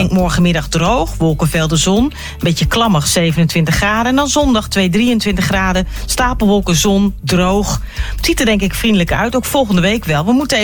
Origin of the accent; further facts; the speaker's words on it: Apeldoorn, Gelderland, Netherlands; Ik ben lang opgegroeid in Apeldoorn.